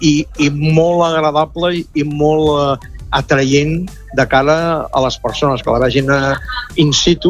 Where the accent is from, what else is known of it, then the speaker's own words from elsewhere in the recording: Catalonia, Spain; per nosaltres com a organitzadors i com a catalans